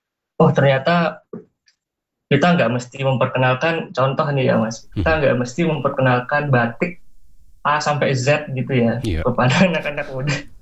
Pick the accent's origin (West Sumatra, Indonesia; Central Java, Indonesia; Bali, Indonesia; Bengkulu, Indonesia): Bali, Indonesia; Misalkan saya orang Bali